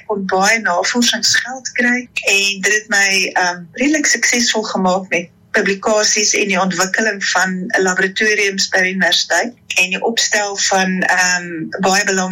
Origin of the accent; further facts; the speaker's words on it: Johannesburg, Gauteng, South Africa; born there; also born or lived in Stellenbosch; now in Pretoria, South Africa; En ek het op in Stellenbosch gebore, ek het in Johannesburg skool gegaan, en toe op na Stellenbosch gaan studeer, teruggekom by Pretoria Universiteit toe